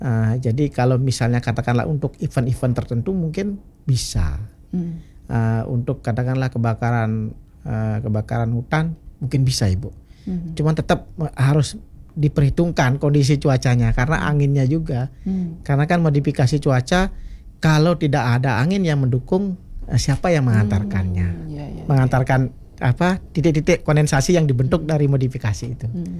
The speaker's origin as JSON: {"language": "Indonesian", "town": "Buleleng", "region": "Bali", "country": "Indonesia", "said": "saya kebetulan dari Buleleng sering lewat git-git."}